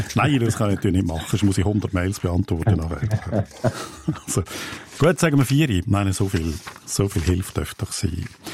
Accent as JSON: {"language": "German", "region": "Aargau", "country": "Switzerland", "said": "Ich bin ja ein Aargauer."}